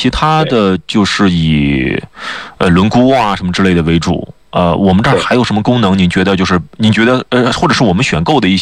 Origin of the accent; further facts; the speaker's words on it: Xinjiang, China; 我们新疆人